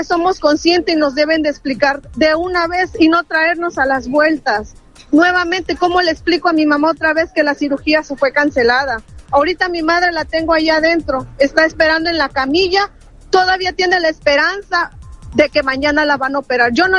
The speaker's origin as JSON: {"language": "Spanish", "town": "Coatzacoalcos", "region": "Veracruz", "country": "Mexico", "said": "Vengo de la ciudad de Coatzacoalcos, Veracruz. Llegamos el día de hoy a las 11 de la mañana, ya que así se nos pidió."}